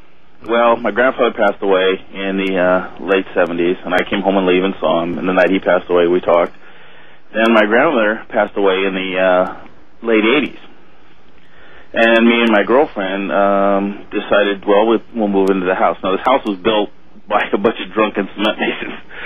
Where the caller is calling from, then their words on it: Sacramento, California, United States; Oh, I'm fine. I'm calling from Sacramento.